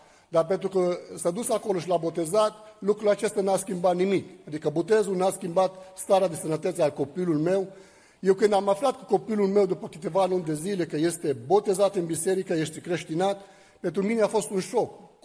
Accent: Lebanon; now in Bucharest, Romania; sunt din Liban, m-am născut dintr-o familie de musulmani și aici. Suntem 9 copii, 3 băieți și 6 fete.

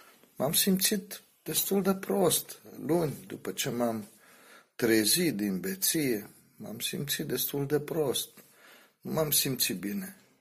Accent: Romania; now in Austria; am plecat din România. Eu acum lucrez în Austria. Am plecat din România și vreau să spun ce viață am avut.

